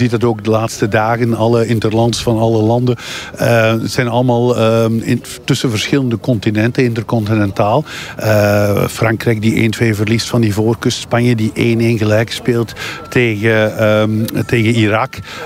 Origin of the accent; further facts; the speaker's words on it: Belgium; ik ben Belg en ik volg het Belgisch voetbal altijd.